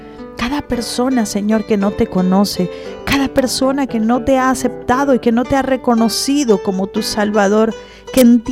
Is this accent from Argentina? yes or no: no; Venezuela; a nosotros como nación y como venezolanos